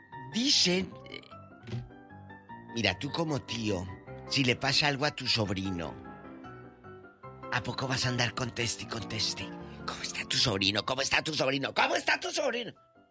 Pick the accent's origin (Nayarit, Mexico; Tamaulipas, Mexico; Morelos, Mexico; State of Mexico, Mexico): Tamaulipas, Mexico; Matamoros